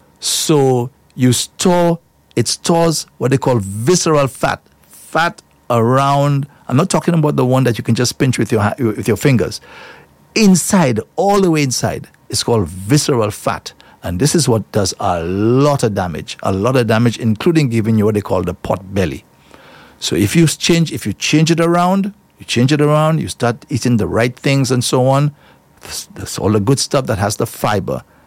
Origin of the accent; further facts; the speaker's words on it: La Clery, Castries, St. Lucia; La Clairie, that's my hometown